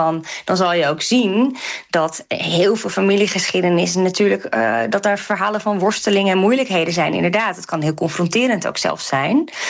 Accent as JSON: {"language": "Dutch", "region": "North Holland", "country": "Netherlands", "tie": "born or raised there", "said": "toen ik opgroeide in Noord-Hollandse dorpjes"}